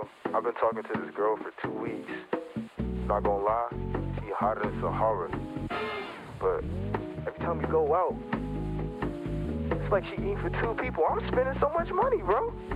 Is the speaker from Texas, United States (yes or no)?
no; Los Angeles, California, United States; I'm from Los Angeles, California.